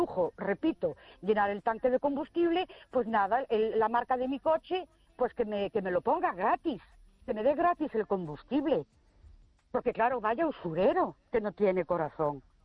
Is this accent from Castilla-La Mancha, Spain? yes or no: no; Ourense, Galicia, Spain; Buenas noches … de Ourense.